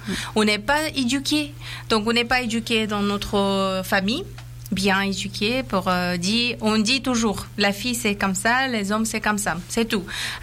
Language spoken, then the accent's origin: French; Afghanistan; French is a second language; moved away; Je veux bien aussi répondre comme une femme afghane